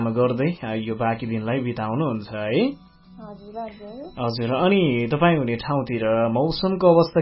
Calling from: Bagmati, Nepal; हजुर काभ्रेबाट

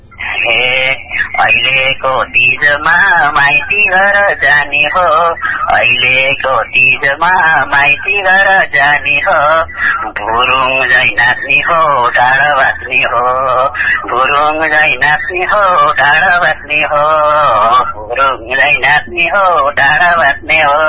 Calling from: Gandaki Province, Nepal; मेरो घर कास्कीकोट हो पोखरामा छ।

